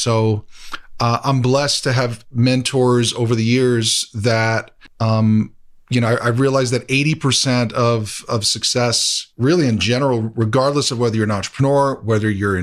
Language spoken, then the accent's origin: English; New York City, New York, United States; I'm a born and raised boy from Queens, New York, classic melting pot. People say, where are you from? What's your background? I'm like, well, my dad's an immigrant from Colombia who came to the U.S. when he was very young, about around 7 years old.